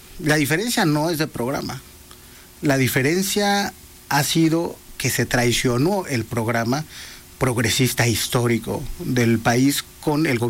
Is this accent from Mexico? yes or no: yes; Mexico City, Mexico; born there; Soy un oaxaqueño nacido en Iztapalapa.